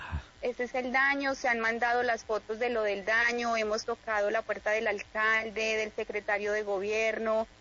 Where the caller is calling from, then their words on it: Colombia; de acá desde la vereda San José, en el Águila Valle.